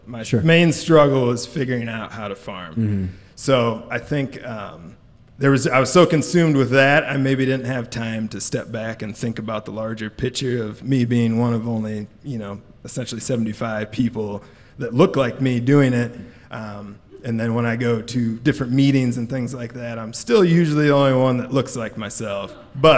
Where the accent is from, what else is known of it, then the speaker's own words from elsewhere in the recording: Coggin, United States; So, I mean, growing up in Coggin, being there my whole life, and I actually own the farm down the road from the family farm that I grew up on.